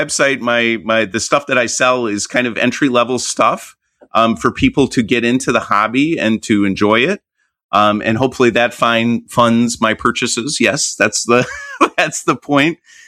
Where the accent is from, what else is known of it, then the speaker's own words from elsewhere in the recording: United States; obviously I'm from America, and one of the things that I think we're coming to reckon with is that we don't know history very well here in this country.